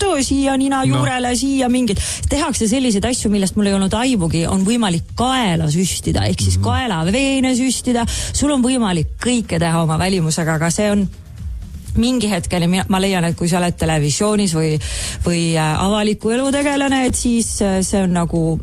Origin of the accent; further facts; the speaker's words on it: Otepää, Valga County, Estonia; now in Tallinn, Estonia; ma olen Otapelt päritsen sellepärast, et ma olen...